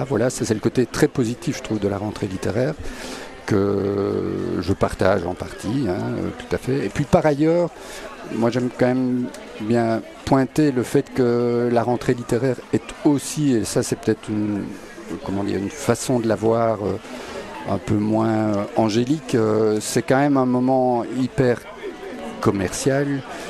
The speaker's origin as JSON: {"language": "French", "country": "Belgium", "lives_now": "Liège, Belgium", "said": "on est à Liège, on est belge"}